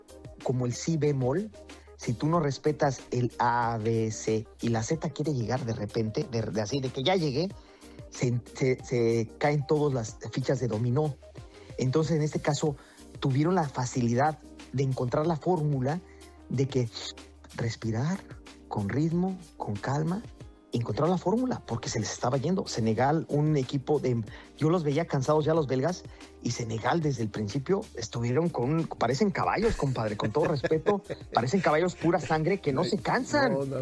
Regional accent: Mexico; como mexicano prefería a los de Inglaterra a Congo

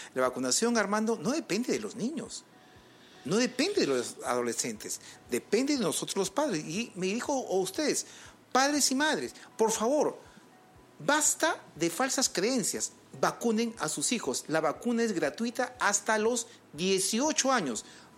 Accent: Peru

